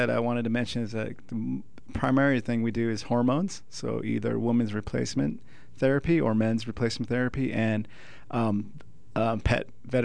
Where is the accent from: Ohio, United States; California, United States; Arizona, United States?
Arizona, United States; Peoria; also born or lived in Hawaii / Phoenix, Arizona; now in Prescott, United States; I originally was born in Peoria, Arizona.